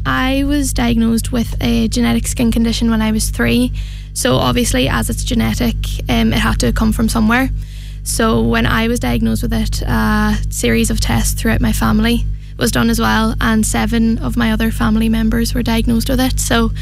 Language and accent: English; Dunloe, County Donegal, Ireland; So being from Dunloe, I was the Dunloe Mary last year, and being from Dunloe and growing up in the Dunloe community